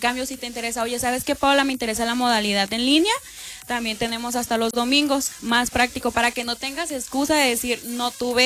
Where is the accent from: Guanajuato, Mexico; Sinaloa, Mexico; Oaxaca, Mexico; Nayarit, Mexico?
Sinaloa, Mexico; moved away